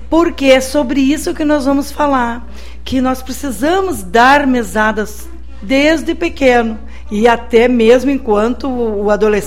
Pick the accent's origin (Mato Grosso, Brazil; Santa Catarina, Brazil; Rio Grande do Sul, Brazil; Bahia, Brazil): Rio Grande do Sul, Brazil; Taquari; also born or lived in Porto Alegre; Olha aí, ó. Mas moro há mais tempo em Voti do que em Taquari. Em Taquari eu morei, né, só 20 anos.